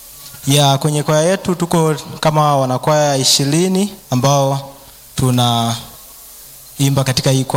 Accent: Njombe, Tanzania

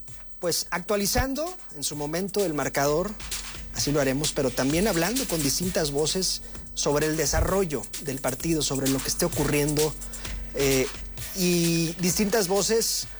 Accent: Culiacán, Sinaloa, Mexico; en mi Culiacán, donde está preparada una... En mi ciudad natal, Culiacán.

